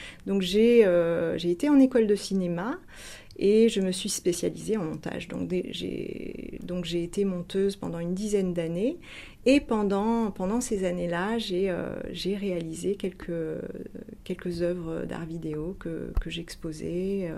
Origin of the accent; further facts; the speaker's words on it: Aix-en-Provence, Provence-Alpes-Côte d'Azur, France; also born or lived in Canada; je ne suis pas restée au Canada, je suis retournée là où j'ai grandi dans ma petite enfance, c'est-à-dire autour d'Aix-en-Provence.